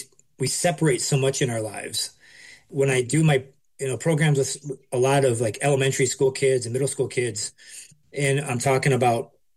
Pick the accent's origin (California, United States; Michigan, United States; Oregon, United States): Michigan, United States; Cross Village; Like I grew up in Onamatikamek, now it's called Cross Village